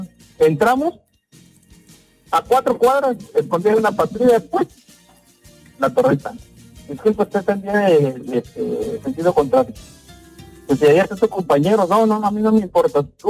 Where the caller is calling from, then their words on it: Tapachula, Chiapas, Mexico; nosotros vivimos en Tapachula. Yo por lo consiguiente vivo en Tapachula.